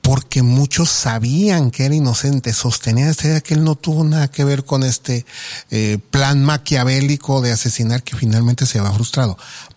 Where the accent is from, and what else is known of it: Mexico